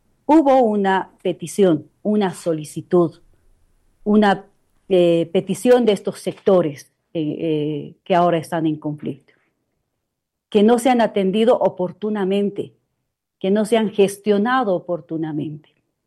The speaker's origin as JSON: {"language": "Spanish", "country": "Bolivia", "said": "todos somos bolivianos"}